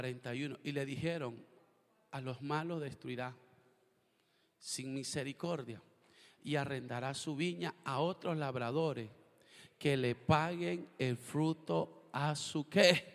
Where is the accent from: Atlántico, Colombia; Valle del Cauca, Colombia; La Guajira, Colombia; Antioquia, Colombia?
La Guajira, Colombia; en mi tierra, en La Guajira. Hay harta iguana.